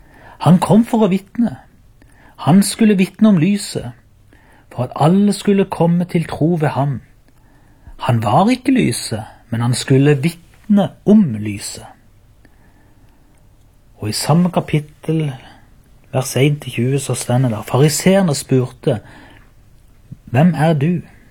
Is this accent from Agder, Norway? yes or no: yes; Byrmo, Agder, Norway; Jeg kommer fra Byrmo og hører til menigheten Ebenezer Byrmo.